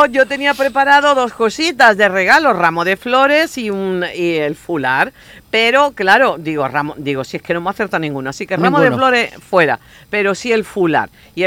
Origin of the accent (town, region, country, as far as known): Spain